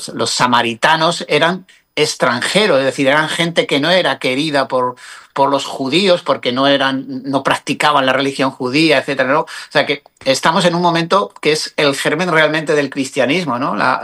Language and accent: Spanish; Zamora, Castile and León, Spain; born there; now in Canary Islands, Spain; mi pueblito de Zamora